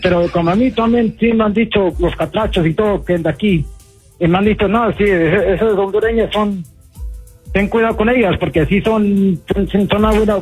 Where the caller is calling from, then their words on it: Austin, Texas, United States; Y yo soy de aquí, de Austin.